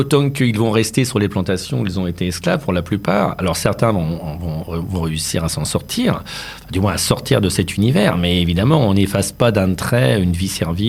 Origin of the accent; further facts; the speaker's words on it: Grand Est, France; nous dans la Marne